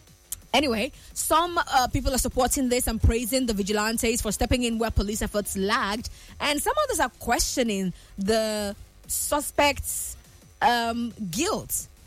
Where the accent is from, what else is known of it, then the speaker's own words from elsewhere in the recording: Nigeria; I'm Nigerian.